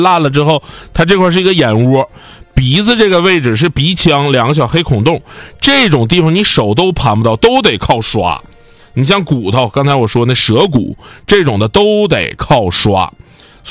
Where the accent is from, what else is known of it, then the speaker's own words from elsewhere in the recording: Northeast China, China; accent: Northeastern dialect; 就我们东北话讲扎吧约的那么一种感受，